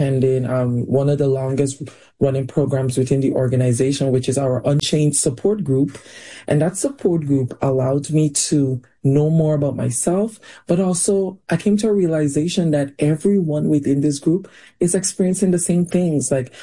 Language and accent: English; Guyana; moved away as an adult; now in New York City, United States; when I came here all the way from Guyana, which is located in South America